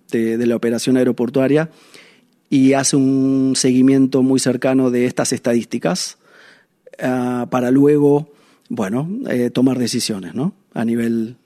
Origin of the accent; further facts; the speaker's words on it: Argentina; moved away as an adult; now in La Pineda, Spain; Soy argentino, vivo hace 6 años en el barrio de La Pineda. Adopté el barrio y adopté la ciudad como propia.